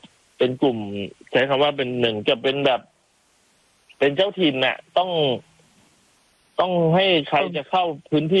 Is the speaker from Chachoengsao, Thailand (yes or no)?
yes; Chachoengsao, Thailand; born there; ครับผมเป็นคนเกิดน่าจะเป็นภูมิลำเนาเกิดเลยแหละเกิดที่ฉะเชิงเทรานั่นแหละ